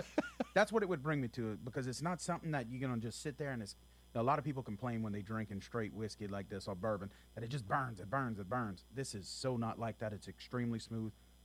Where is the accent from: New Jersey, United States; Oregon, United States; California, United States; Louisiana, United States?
Louisiana, United States; Houma; growing up, I grew up in Terrebonne Parish in Houma, Louisiana.